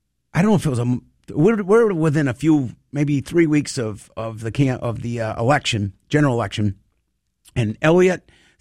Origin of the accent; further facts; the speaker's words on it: Gorham, Maine, United States; I grew up in Gorham, you know, rags, whatever